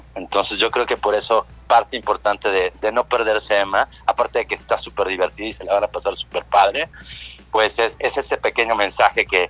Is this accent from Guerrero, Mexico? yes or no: yes; Acapulco, Guerrero, Mexico; moved away; de donde soy, de Acapulco, con los acapulqueños